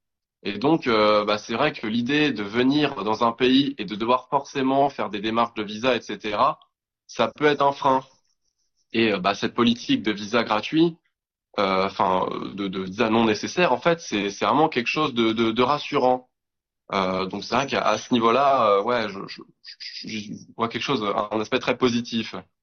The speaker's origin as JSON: {"language": "French", "country": "France", "said": "quand on voit en vrai des immeubles qui font 50, 60 étages quand on vient de France, où un immeuble va rarement faire plus de 12 étages, c'est très impressionnant."}